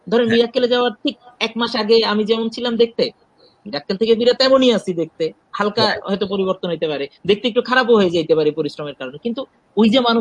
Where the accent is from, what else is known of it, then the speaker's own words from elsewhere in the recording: Dhaka, Dhaka Division, Bangladesh; আমি ঢাকার এই যানজট, যান্ত্রিকতা, এগুলোর মধ্যেই বড় হয়েছি, বাট আই লাভ লক্ষ্মীপুর আর কি।